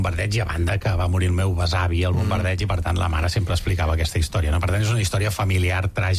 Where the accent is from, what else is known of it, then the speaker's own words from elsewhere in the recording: Granollers, Catalonia, Spain; Clar, és directa. Jo sóc de Granollers.